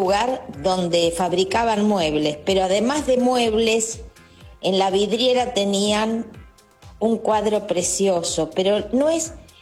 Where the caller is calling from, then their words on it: Temperley, Buenos Aires Province, Argentina; de Temperley y bienvenido.